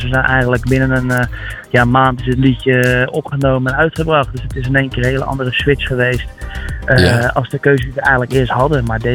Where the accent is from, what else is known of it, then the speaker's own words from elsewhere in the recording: Schiedam, South Holland, Netherlands; born there; Nou, we hebben de clip eigenlijk in mijn eigen woonplaats opgenomen in Schiedam. Waar ik geboren ben en ik woon daar nog steeds.